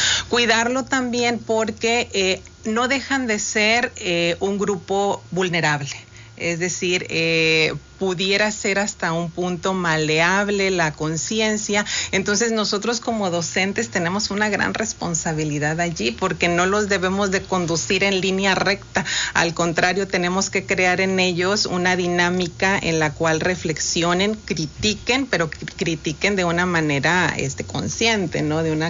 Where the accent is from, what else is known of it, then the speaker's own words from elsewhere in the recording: Valle Hermoso, Tamaulipas, Mexico; moved away as an adult; Yo pues provengo de Vallehermoso, no nací allá, pero toda mi formación básica hasta la preparatoria la realicé allá. Posteriormente me vine acá a la licenciatura